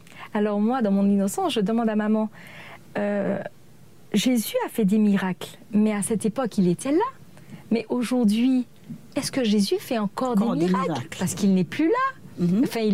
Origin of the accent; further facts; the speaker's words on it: Le Vauclin, Martinique; also born or lived in Venezuela; j'ai grandi d'abord au Venezuela et ensuite en Martinique, où je suis venue habiter avec ma mère et mon frère.